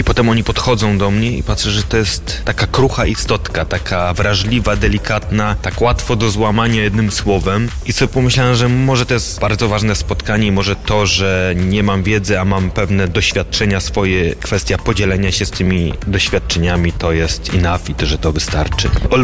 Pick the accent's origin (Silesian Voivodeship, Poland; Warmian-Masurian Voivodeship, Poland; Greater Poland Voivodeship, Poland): Silesian Voivodeship, Poland; accent: Silesian; zaciągam po śląsku